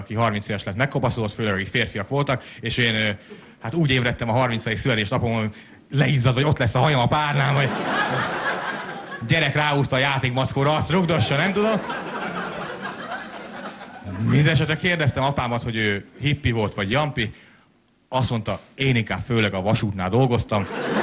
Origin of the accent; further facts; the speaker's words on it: Great Hungarian Plain, Hungary; Én is alföldi vagyok